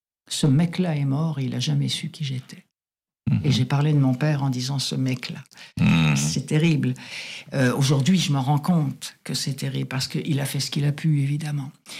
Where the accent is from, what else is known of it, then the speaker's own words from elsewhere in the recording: France; accent: French; now in Canada; Il y avait quelqu'un qui ne m'aimait pas, puis qui n'aimait pas mon accent français. Ça, j'ai eu beaucoup de mal avec ça ici au Québec.